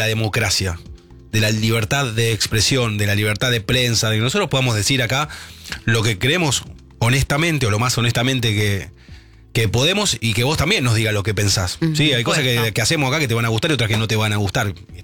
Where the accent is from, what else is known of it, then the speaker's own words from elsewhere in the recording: Buenos Aires, Argentina; República de Barracas, de donde yo soy originario. Claro, mira. Yo soy nacido en el barrio de Barracas.